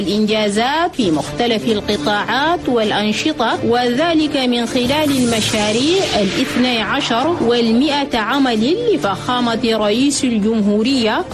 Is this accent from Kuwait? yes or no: no; Chad; عاداتنا وتقاليدنا وقيمنا التشاديه ودائما خليه يكون بيناتنا نشر هنا رساله ثقافه السلام والتعايش السلمي لان بلدنا تشاد كان زمان الناس يرفوها بالحروب وعدم الاستقرار